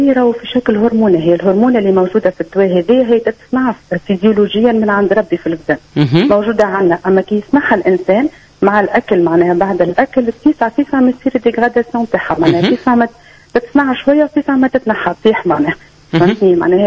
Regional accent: Tunisia; عندنا في تونس

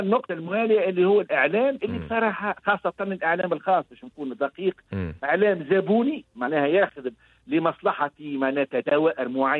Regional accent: Tunisia; أنا كتونسي

